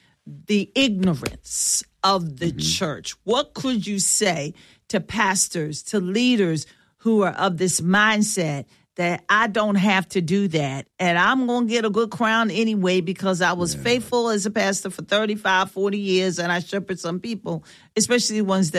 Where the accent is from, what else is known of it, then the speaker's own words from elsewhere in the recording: Philadelphia, Pennsylvania, United States; I tell people I'm from North, N-O-R-F, Philly.